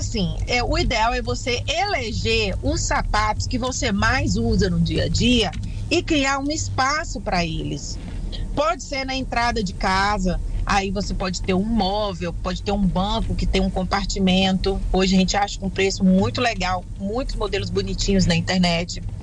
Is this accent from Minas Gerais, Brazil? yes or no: yes; Minas Gerais, Brazil; Eu sou mineira do interior